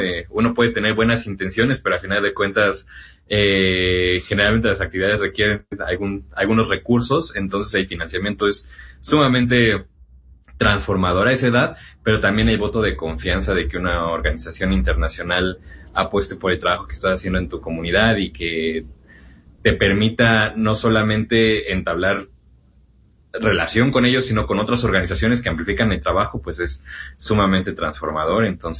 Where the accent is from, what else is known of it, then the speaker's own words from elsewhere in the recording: Mexico City, Mexico; yo soy originario de Ciudad de México, ahí es donde comenzó el proyecto principalmente.